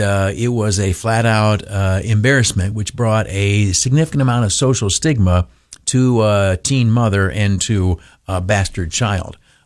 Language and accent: English; Canisteo, New York, United States; the little town where I grew up in the Southern Tier, beautiful Canastillo, New York.